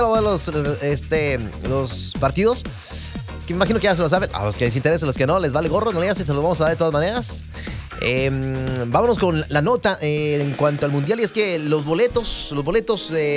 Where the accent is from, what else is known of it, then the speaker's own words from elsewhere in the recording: Mexico; Así somos los mexicanos